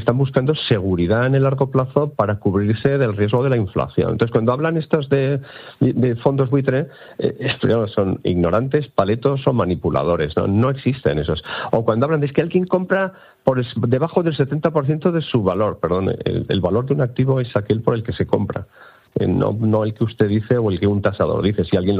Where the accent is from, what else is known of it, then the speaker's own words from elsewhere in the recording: Bilbao, Basque Country, Spain; yo que soy de Bilbao